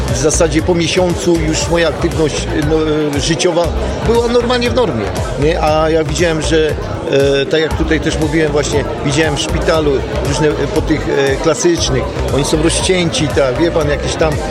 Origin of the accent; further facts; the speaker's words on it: Zabrze, Silesian Voivodeship, Poland; z Zabrze.